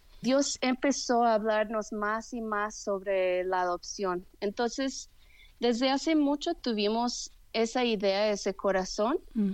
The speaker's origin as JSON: {"language": "Spanish", "country": "Canada", "moved": "as an adult", "lives_now": "Guadalajara, Mexico", "said": "Vine aquí a Guadalajara, México, en el año 2006 para ser misionera, pero vengo de Canadá."}